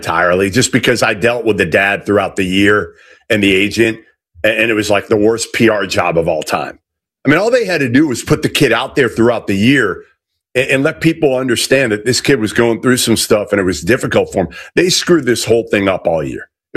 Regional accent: Massachusetts, United States; I'm from Massachusetts, so I had seen A.J. since he was a sophomore in high school a bunch.

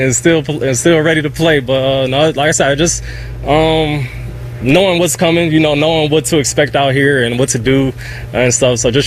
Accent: Cleveland, Ohio, United States; I'm from Cleveland. You know, this is the city I'm from. I've always played in Ohio. I'm an Ohio kid

